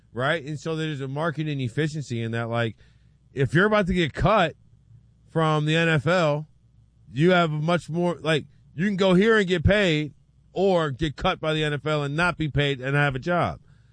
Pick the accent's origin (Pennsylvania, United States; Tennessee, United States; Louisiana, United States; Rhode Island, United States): Louisiana, United States; I'm from Louisiana, I grew up watching football on Friday, grew up watching football on Saturday, grew up football on Sunday, okay?